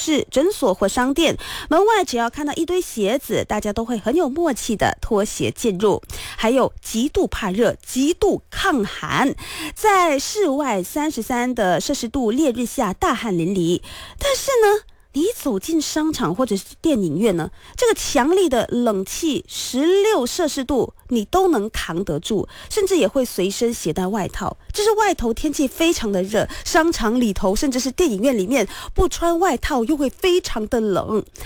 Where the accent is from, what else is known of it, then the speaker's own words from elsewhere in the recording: Malaysia; 所以我们要为身为马来西亚人感到骄傲。